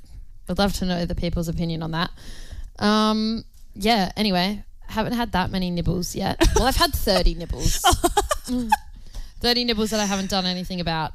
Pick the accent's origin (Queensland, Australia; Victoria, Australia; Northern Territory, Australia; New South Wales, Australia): Northern Territory, Australia; Katherine; yeah, I'm from Catherine, God's country, aka epicenter of the universe.